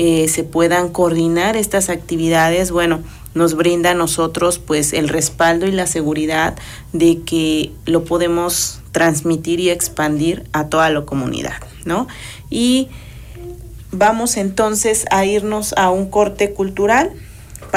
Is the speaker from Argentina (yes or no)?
no; Mexico